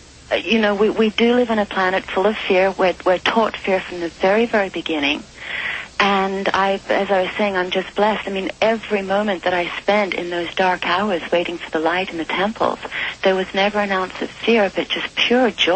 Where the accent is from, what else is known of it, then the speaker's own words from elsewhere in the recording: United Kingdom; born there; I was born in Britain, although I hadn't lived there for any length of time.